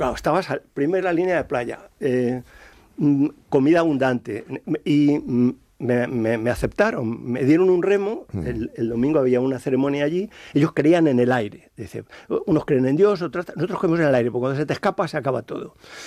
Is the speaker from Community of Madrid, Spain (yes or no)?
yes; Madrid, Community of Madrid, Spain; now in Salamanca, Spain